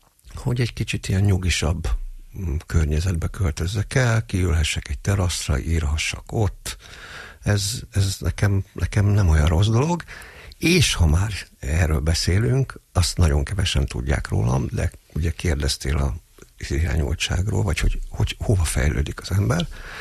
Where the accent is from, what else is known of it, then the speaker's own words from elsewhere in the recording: Budapest, Hungary; annyira budapesti vagyok, hogy én 14 éves koromig a régi Posta utcában laktam, ami a Váci utcáról nyílik